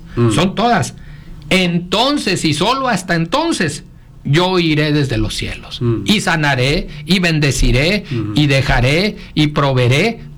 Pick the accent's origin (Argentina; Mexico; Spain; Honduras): Mexico; hombre, mi tierra, hombre